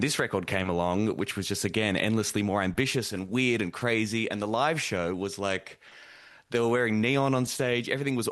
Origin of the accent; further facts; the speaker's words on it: Warrnambool, Victoria, Australia; my hometown of Warrnambool in country Victoria